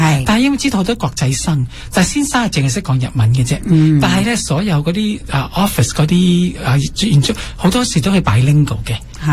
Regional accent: Canada; moved away as an adult; now in Japan; 我加拿大人咁啦，咁样嚟，跟住咧好多时咧，嗰啲学生咧都系廿零岁多啲，咁我最年纪大啲一个个

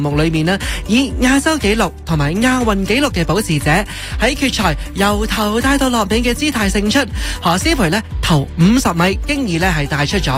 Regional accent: Canada

